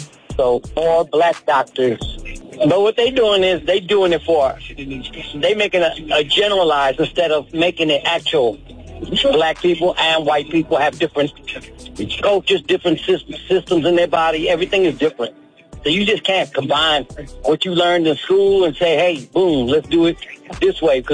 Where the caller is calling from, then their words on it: Trumbull, Texas, United States; I'm calling from Trumbull, Texas.